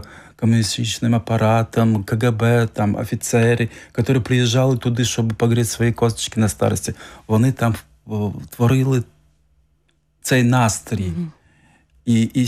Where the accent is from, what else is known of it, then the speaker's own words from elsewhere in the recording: Crimea, Ukraine; moved away; я, як кримчанин